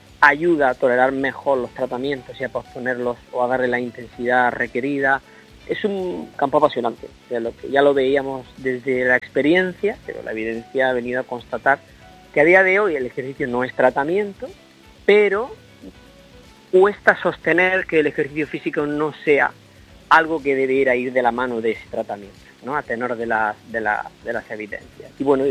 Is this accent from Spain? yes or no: yes; Motril, Andalusia, Spain; yo adoro mi tierra, adoro Motril, y es mi lugar